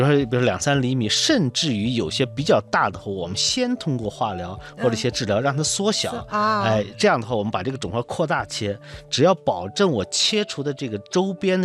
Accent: China

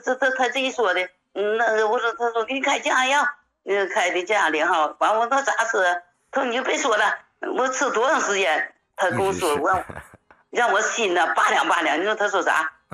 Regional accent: Fushun, Liaoning, China; 首先是介绍一下，我是来自辽宁抚顺的。

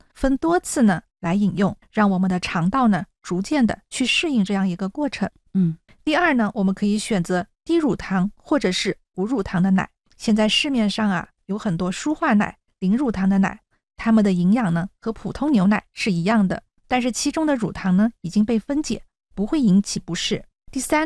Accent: Yunnan, China; 咱们云南人饮食上的两个短板

